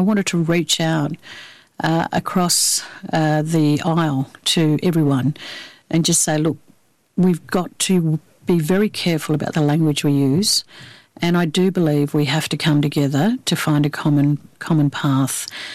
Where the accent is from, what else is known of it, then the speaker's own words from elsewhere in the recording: Borroloola, Northern Territory, Australia; I grew up in a place called Borroloola, which is 1,000 kilometres southeast of Darwin. And my family are the Yanyuwa Gadawa people there, but we're also very closely linked with the Mara and Gurangi peoples.